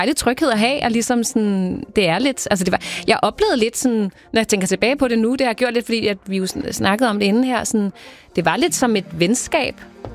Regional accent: Skovshoved, Capital Region of Denmark, Denmark; jeg voksede op i Skovshoved.

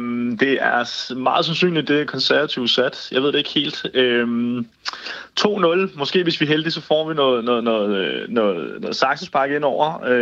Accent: Brazil; Fordi at vi som brasilianer altid tænker på, at vi starter jo først fodbold, når VM går i gang.

